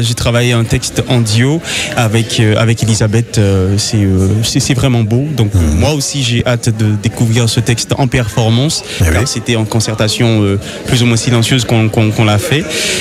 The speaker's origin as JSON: {"language": "French", "country": "Haiti", "said": "Je viens d'Haïti, c'est à environ 7000 km de Valence-sur-Baïse"}